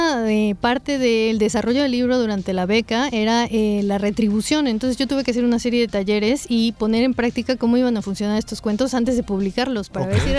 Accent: Orizaba, Veracruz, Mexico

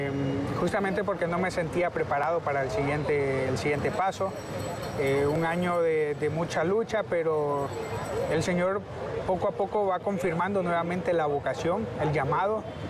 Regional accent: La Libertad, Comayagua, Honduras; soy originario de La Libertad, Comayagua, y pertenezco a la parroquia Santa Ana, La Libertad.

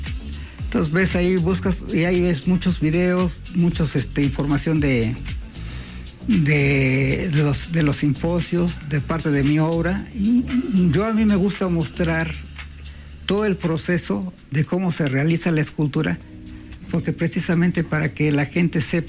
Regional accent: Mexico; soy escultor mexicano.

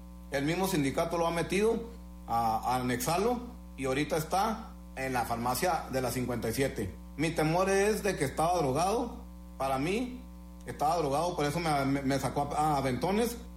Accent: Chihuahua, Mexico; Yo soy un ciudadano de Elisa, Chihuahua, originario y nacido aquí.

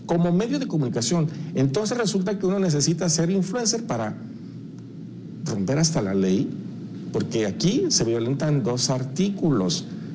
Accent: Mexico; como periodista, como ciudadano mexicano

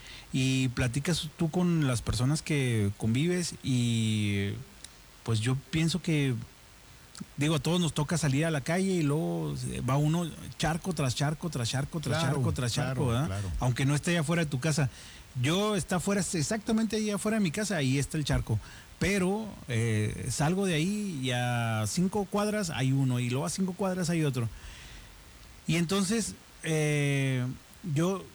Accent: Mexico; Vestidos de mexicanos siendo mexicanos en México. Pero bueno, solo nosotros entendemos nuestras tradiciones.

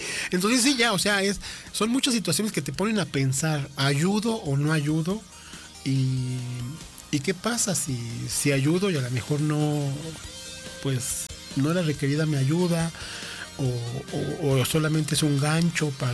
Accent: Mexico

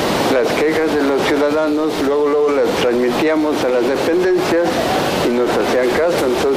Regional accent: Mexico City, Mexico; now in Tabasco, Mexico; yo soy de México

